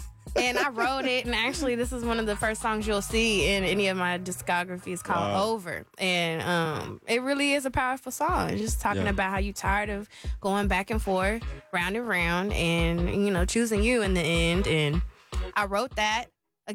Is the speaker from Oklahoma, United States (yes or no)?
yes; Tulsa, Oklahoma, United States; I actually sang it one time at an open mic in my hometown, Tulsa, Oklahoma.